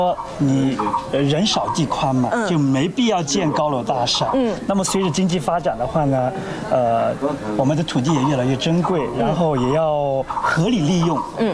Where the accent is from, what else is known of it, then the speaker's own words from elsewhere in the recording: Yunnan, China; 那么我们云南人管这个呢叫坝子。